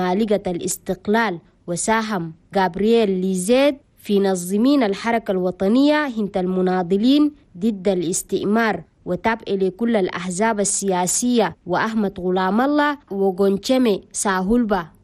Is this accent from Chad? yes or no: yes; Chad; وقت ما بلدنا تشاد